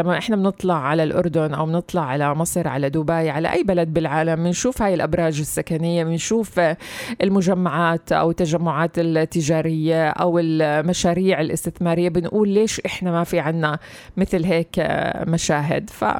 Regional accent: Palestine; احنا كفلسطينيين

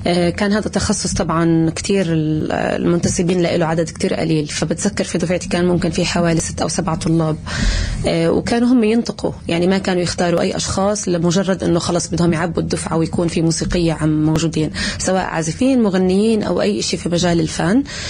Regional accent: Nablus, West Bank, Palestine; born there; هي أكيد مواطنة فلسطينية، انولدت في مدينة نابلس، حاليا عمري 32 سنة.

